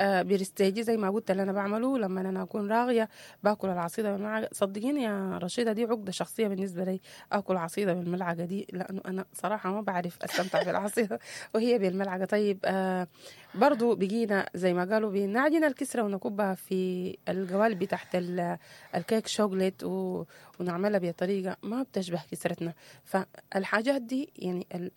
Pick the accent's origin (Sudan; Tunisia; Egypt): Sudan; نحن بيت سوداني كبير